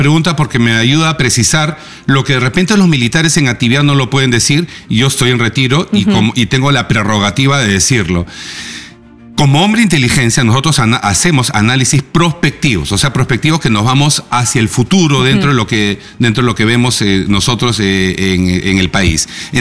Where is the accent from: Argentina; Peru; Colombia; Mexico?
Peru